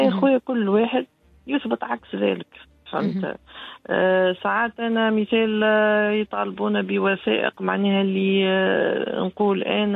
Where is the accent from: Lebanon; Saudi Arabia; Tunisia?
Tunisia; شوف تونس نقول لهم أنا راهو تونسي حنين وكريم